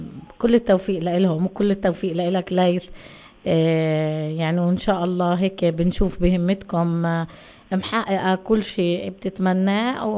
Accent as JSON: {"language": "Arabic", "country": "Palestine", "said": "لأنه النجاح هو نجاحنا إحنا كشباب فلسطيني وكشباب ذوي إعاقة."}